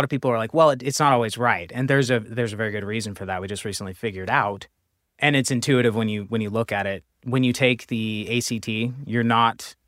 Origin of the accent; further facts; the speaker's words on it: Missouri, United States; my home state and my hometown